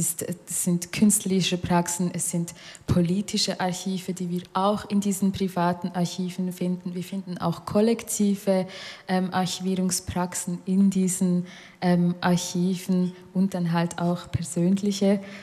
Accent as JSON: {"language": "German", "region": "Solothurn", "country": "Switzerland", "tie": "born or raised there", "said": "Ich bin in der Stadt Solothurn aufgewachsen, daher auch ziemlich durchmischt, auch wenn die Mehrheit weiß ist."}